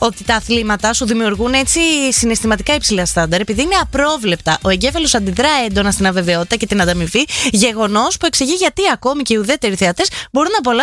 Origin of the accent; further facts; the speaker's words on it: Piraeus, Attica, Greece; Εγώ μεγάλωσα δίπλα στο Καραϊσκάκι